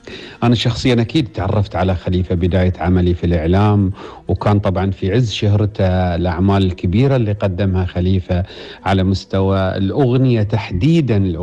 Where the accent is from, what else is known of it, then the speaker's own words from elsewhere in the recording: Qatar; أنا قطرية اللي تعرفوني